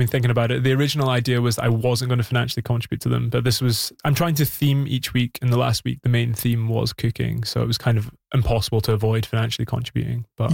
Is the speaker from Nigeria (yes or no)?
no; Scotland, United Kingdom; now in Montreal, Canada; So I'm helping out with the Montreal Highland Games, which is a sort of shout out to where I'm from Scotland.